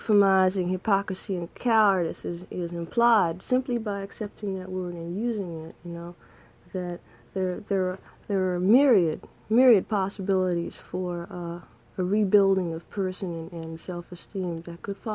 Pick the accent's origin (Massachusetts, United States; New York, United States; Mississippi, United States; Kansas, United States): New York, United States; Bedford-Stuyvesant; when I was growing up in Bedford-Stuyvesant, it seemed to me that a lot of what I saw, and everyone I saw certainly, and knew and everything, was summarized very often by one word, and that word was Negro.